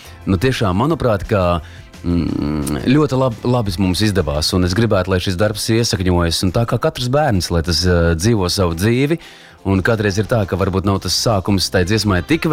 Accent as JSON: {"language": "Latvian", "region": "Courland", "country": "Latvia", "said": "Nē, es kā kurzemnieks šo atstāju uz saldo ēdienu"}